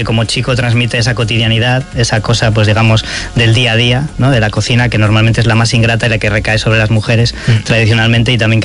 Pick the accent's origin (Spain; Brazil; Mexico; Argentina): Spain; Community of Madrid